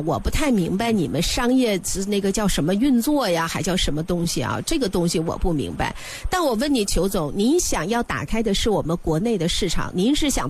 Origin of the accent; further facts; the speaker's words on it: China; 那我们中国人，别说中国人